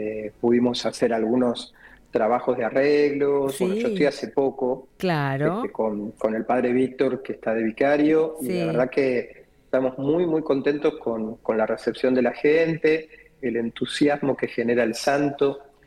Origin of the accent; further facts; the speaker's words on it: Argentina; Como argentinos es muy lindo porque sabes que sos protagonista casi siempre.